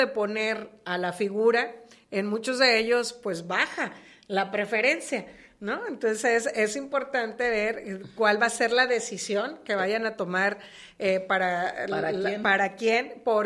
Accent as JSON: {"language": "Spanish", "town": "Ohuira", "region": "Sinaloa", "country": "Mexico", "said": "Yo de Ohuira."}